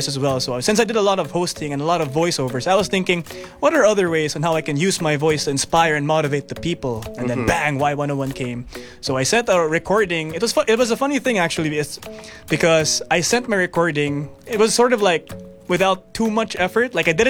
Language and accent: English; Palo, Eastern Visayas, Philippines; now in Cebu, Philippines; I'm actually not from Cebu. I'm from Leyte.